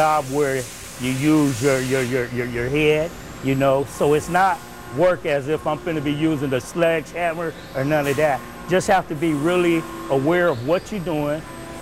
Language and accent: English; Oceanside, California, United States; I grew up in Oceanside.